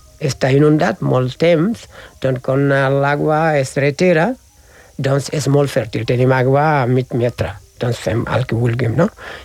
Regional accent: Senegal; Jo penso que com jo sóc del nord del Senegal, de la sabana d'Àfrica, del Senegal

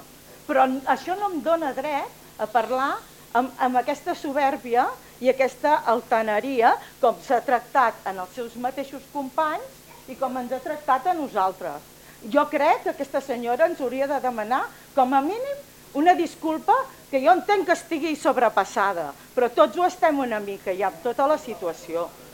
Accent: Mataró, Catalonia, Spain; born there; moved away; Jo porto 30 anys visquent aquí. Jo no he nascut aquí, he nascut a Mataró.

